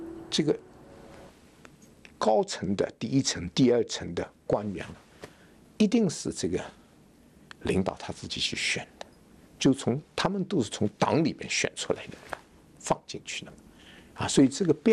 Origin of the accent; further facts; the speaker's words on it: Hong Kong; 我们都是中国人，境外啊，境外。那么第二呢，就是说，这个我们香港的说，我们不是境外